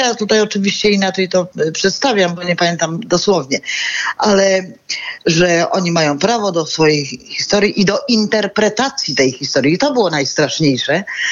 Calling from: Łódź, Łódź Voivodeship, Poland; mieszkam w Łodzi

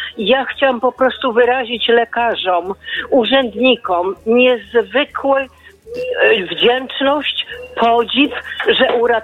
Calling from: Warsaw, Masovian Voivodeship, Poland; z Warszawy.

